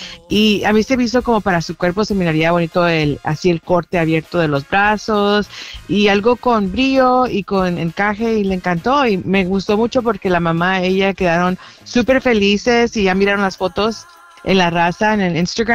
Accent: El Salvador; como soy salvadoreña, les damos cola champán.

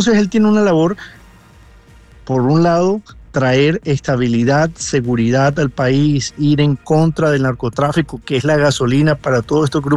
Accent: Colombia; now in Miami-Dade County, United States; Los colombianos en el exterior también nos hemos unido

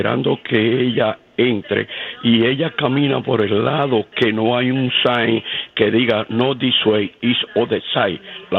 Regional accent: Santo Domingo, Distrito Nacional, Dominican Republic; Sencillamente del San Carlos, de la capital.

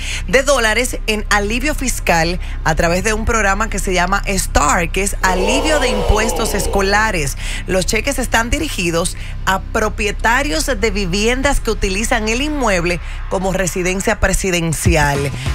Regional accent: United States; Este yo soy de los United States.

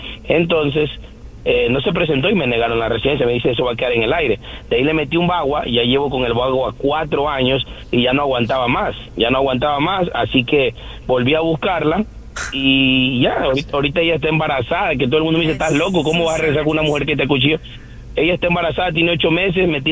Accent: Coast, Ecuador; Mi esposa es dominicana, ¿verdad? Yo soy ecuatoriano. Nosotros nos conocimos acá, yo tengo 20 años viniendo con visa de turista

